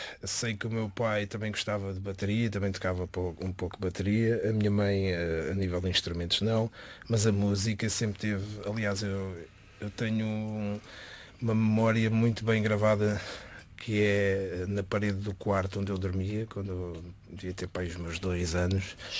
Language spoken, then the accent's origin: Portuguese; Peniche, Centro, Portugal; born or raised there